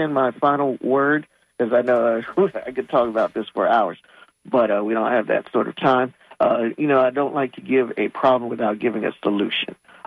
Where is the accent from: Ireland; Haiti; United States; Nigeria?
Haiti; Haiti, my home country, has spiraled into lawlessness.